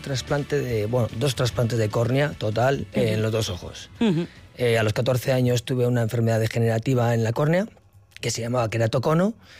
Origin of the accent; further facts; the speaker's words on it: Barakaldo, Basque Country, Spain; voy a cumplir 50 el año que viene, ya con 14, un óptico en Baracaldo, yo soy de Baracaldo